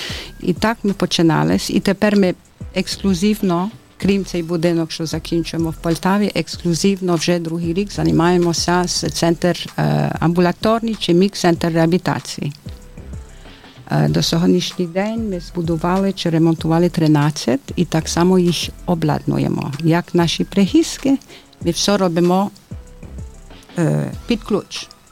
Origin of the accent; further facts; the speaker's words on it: Geneva, Switzerland; moved away as an adult; now in Ivano-Frankivsk, Ukraine; це я з Женева, Швейцарія. Це так само невелике, дуже знане, але невелике місто. Я себе чую тут як вдома.